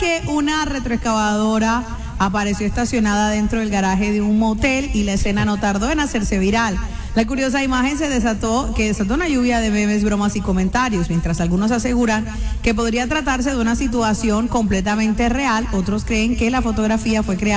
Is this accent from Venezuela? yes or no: yes; Venezuela; Dije, soy venezolana y se pasó de verdad.